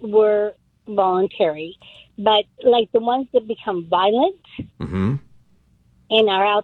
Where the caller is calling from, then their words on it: Montana, United States; I'm from Montana